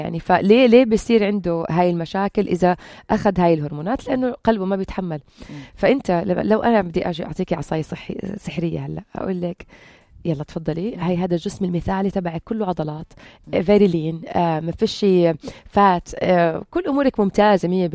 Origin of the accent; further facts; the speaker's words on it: Jordan; طلعت عالمية وأنا من الأردن مرشحة.